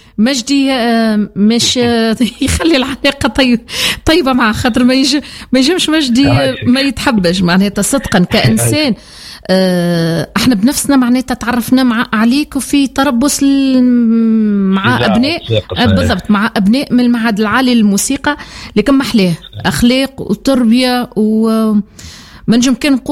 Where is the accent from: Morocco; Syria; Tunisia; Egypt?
Tunisia